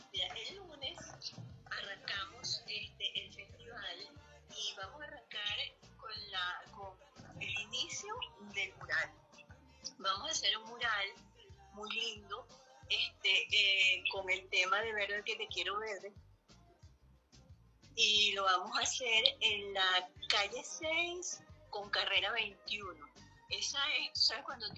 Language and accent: Spanish; Barquisimeto, Lara, Venezuela; Mira, yo soy barquisimetana y cada vez estoy más orgullosa de mi gente